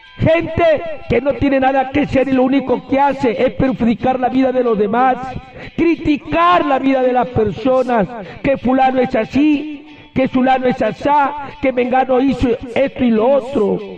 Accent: Huancabamba, Piura, Peru; now in Olmos, Peru; En mi pueblo, en Huancabamba

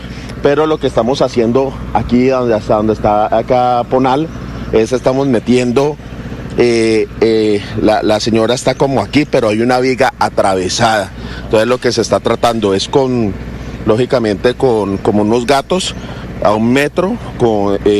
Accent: Cali, Valle del Cauca, Colombia; Gracias, Cali, esos somos los caleños, gente berraca, gente unida, esos somos los caleños

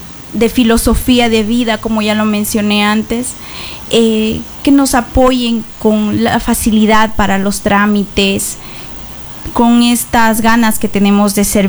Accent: Yantzaza, Zamora-Chinchipe, Ecuador; nos ha visto crecer y amamos realmente a Yanzaza. Es una ciudad de muchas oportunidades

